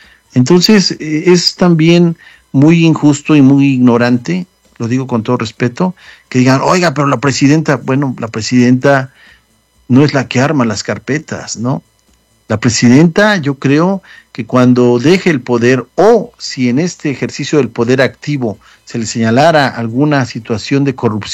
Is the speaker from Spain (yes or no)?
no; Mexico; now in United States